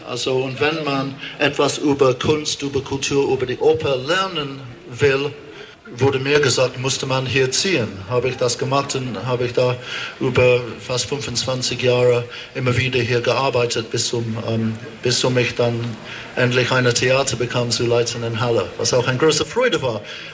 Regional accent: London, United Kingdom; German is a second language; now in Germany; Wie Sie hören, komme tatsächlich nicht aus Deutschland, ich komme aus London und ich glaube, ich bin da wirklich der einzige englische Opernintendant Deutschlands.

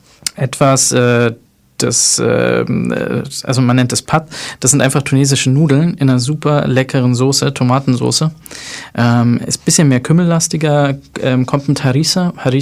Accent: Germany; Einerseits bin ich in Deutschland aufgewachsen und das ist für mich ganz klar Heimat, weil es auch ganz viel Deutsches ist, was mich einfach auch geprägt hat.

